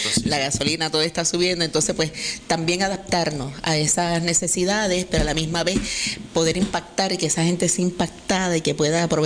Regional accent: Puerto Rico

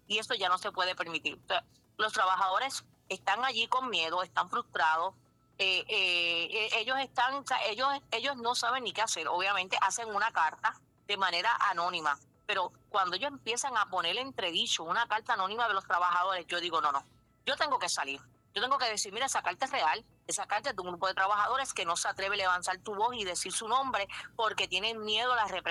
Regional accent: Puerto Rico; Nosotros somos los que realmente somos el motor de Puerto Rico

